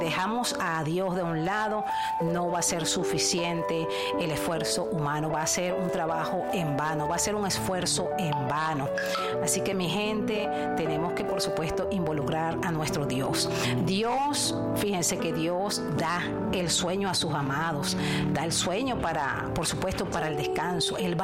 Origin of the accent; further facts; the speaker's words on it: Barquisimeto, Lara, Venezuela; born there; Barquisimeto, mi ciudad natal.